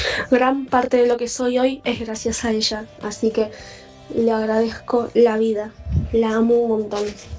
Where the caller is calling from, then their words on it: Don Torcuato, Buenos Aires Province, Argentina; soy de Don Torcuato.